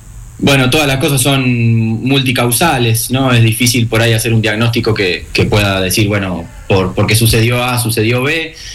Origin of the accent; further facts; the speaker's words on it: Coronel Suárez, Buenos Aires Province, Argentina; now in Córdoba, Argentina; Soy de Coronel Suárez, provincia de Buenos Aires, y vivo actualmente en Córdoba.